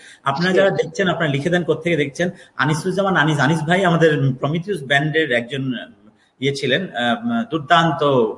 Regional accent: Narsingdi, Dhaka Division, Bangladesh; নরসিংদী আমার দেশের বাড়ি গ্রামের বাড়ি।

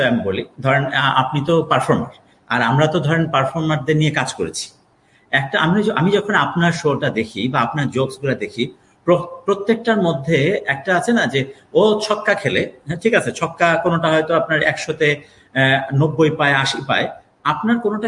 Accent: Narsingdi, Dhaka Division, Bangladesh; নবীপুর নরসিংদী থেকে, ও গুড নরসিংদী নবীপুর থেকে, নরসিংদী আমার দেশের বাড়ি গ্রামের বাড়ি।

